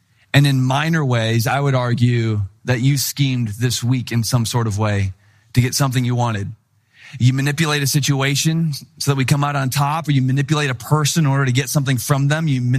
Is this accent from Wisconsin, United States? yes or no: yes; Wisconsin, United States; moved away as an adult; He and I, we grew up in Wisconsin, and now we were in Chicago. We're not really wise to the whole like city life